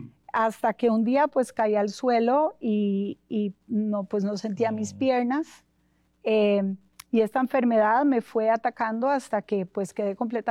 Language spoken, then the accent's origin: Spanish; San José, Costa Rica; moved away; nací en Costa Rica, en San José, Costa Rica.